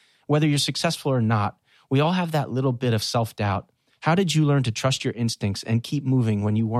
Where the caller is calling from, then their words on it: Point Pleasant Beach, New Jersey, United States; I'm calling in from Point Pleasant Beach, New Jersey